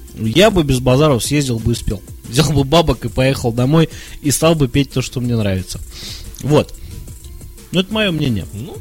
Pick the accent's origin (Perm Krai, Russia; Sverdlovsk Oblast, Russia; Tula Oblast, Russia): Tula Oblast, Russia; Tula; also born or lived in United States; Я туляк-то такой, коренной, слишком коренной. То есть я при корнях родился и уехал нахрен. Вот, а когда стало плохо в Америке, вернулся в Тулу.